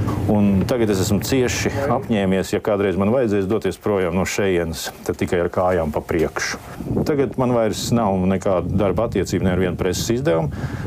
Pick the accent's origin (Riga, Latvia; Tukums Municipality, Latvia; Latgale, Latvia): Riga, Latvia; moved away as an adult; Es esmu dzimis rīdzinieks. Man bija 23 gadi, kad iznāca pirmā grāmatiņa